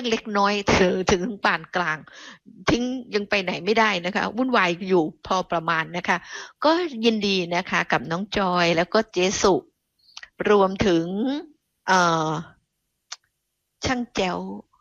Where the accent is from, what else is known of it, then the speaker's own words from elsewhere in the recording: Southern Thailand, Thailand; accent: Southern Thai; พอดิฉันพูดใต้ดิฉันต้องมีสำนวนสำเนียงมาเลย